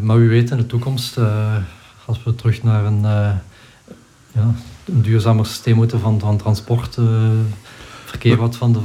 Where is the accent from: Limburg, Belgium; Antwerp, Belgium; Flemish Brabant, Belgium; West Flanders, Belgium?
Limburg, Belgium; Kinrooi; Ik ben zelf afkomstig van Kinrooi. Ik ben geboren getogen in het moeras.